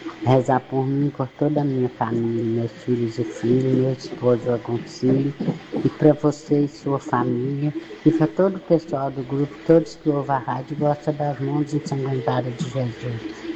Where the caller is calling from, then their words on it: Lagoa Grande, Brazil; de Lagoa Grande.